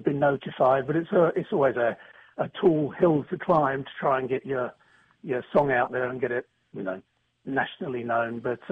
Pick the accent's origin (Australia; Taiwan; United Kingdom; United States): United Kingdom; London; Well, because, actually, I was brought up in London, mm-hmm. I'm a Chelsea fan.